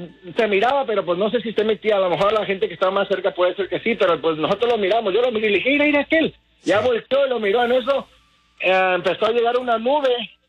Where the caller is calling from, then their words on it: Tepame, Colima, Mexico; soy de Tepame, es un saludo a la gente de Tepame